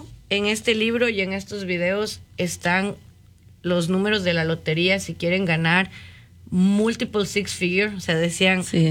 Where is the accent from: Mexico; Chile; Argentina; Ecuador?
Ecuador; Quito, Pichincha; moved away as an adult; now in Madison, United States; Cambia un poquito el acento, pero no, muy orgullosa de ser ecuatoriana. Crecí en Quito